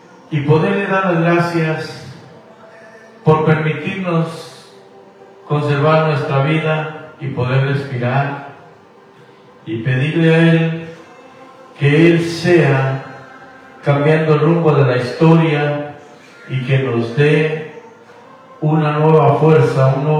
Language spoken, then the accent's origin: Spanish; Guatemala; now in United States; nacido en Guatemala, viviendo aquí en Estados Unidos